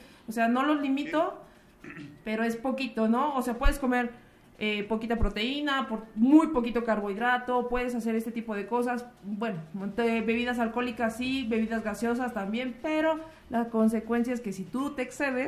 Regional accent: Mexico

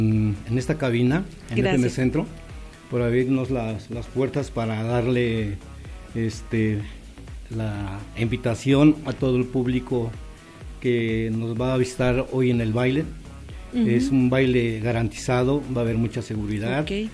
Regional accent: San Miguel Contla, Tlaxcala, Mexico; de mi pueblo, de allá de uh-huh. San Miguel Contla.

